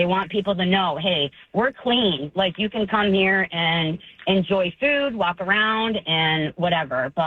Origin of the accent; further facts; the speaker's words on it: Michigan, United States; now in Ohio, United States; That's my hometown.